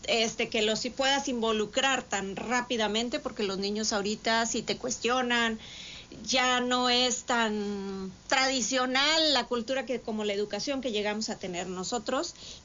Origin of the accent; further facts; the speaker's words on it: Río Bravo, Tamaulipas, Mexico; soy originaria de Río Bravo